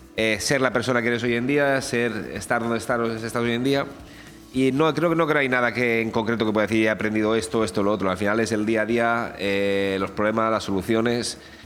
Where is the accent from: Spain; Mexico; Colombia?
Spain; Benidorm, Valencian Community; Nosotros somos de Benidorm